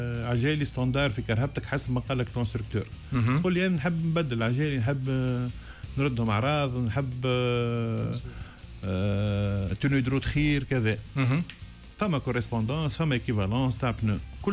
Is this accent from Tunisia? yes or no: yes; Tunisia; خاطر احنا ما عندناش لا فيرك لا لا ثلج لا حتى شيء.